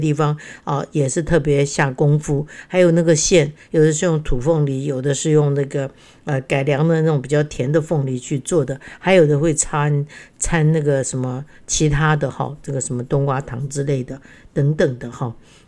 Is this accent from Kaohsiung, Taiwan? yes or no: no; Keelung, Taiwan; 像我们基隆人那时候我们从小都要讲利亚口